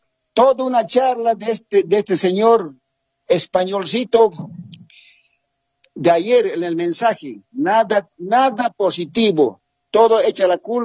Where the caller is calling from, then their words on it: Santa Cruz, Bolivia; Desde Guarne, Santa Cruz.